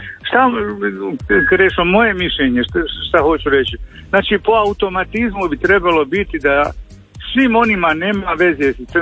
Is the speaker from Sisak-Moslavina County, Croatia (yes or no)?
yes; Kostajnica, Sisak-Moslavina County, Croatia; Ma ja se sjećam, ja sam iz Kostanice, znam kak je bilo u Petrinji, sve to.